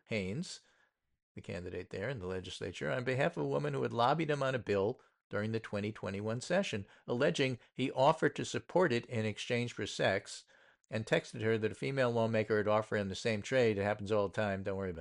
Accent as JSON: {"language": "English", "region": "Connecticut", "country": "United States", "said": "I'm from Connecticut."}